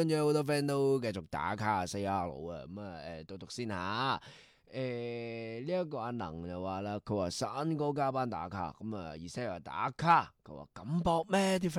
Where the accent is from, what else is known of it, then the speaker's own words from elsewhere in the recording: Guangdong, China; 我哋广东人粗口代表嘅系。